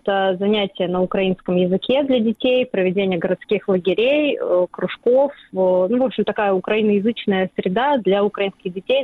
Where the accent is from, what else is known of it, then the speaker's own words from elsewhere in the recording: Russia; now in Estonia; Я из России, я, в принципе, всю жизнь занимаюсь проектами помощи детям в трудной жизненной ситуации.